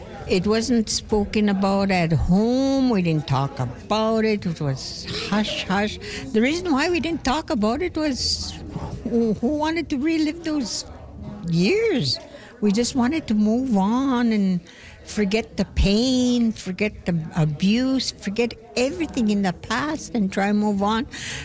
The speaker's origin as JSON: {"language": "English", "area": "Beardy's and Okemasis First Nation", "region": "Saskatchewan", "country": "Canada", "moved": "yes", "lives_now": "Saskatoon, Canada", "said": "I'm from Beardies and Okemosis First Nation."}